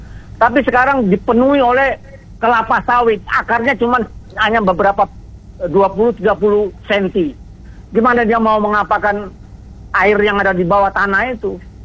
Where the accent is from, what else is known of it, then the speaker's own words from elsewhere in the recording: West Sumatra, Indonesia; moved away; Di kampung saya itu Sumatera, itu Sumatera Barat